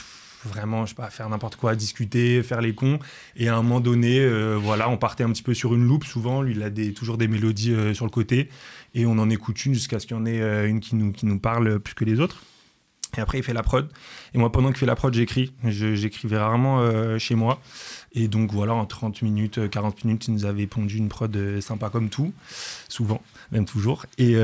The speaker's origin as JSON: {"language": "French", "town": "Paris", "region": "Île-de-France", "country": "France", "tie": "born or raised there", "moved": "yes", "lives_now": "Clermont-Ferrand, France", "said": "je suis un Clermontois d'adoption. J'ai grandi à Paris."}